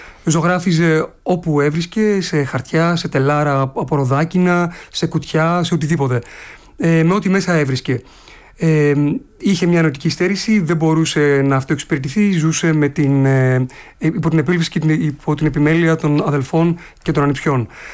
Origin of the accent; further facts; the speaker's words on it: Velventos, Western Macedonia, Greece; εγώ στο Βελβεντό που γεννήθηκα και μεγάλο Βελβεντό Κοζάνης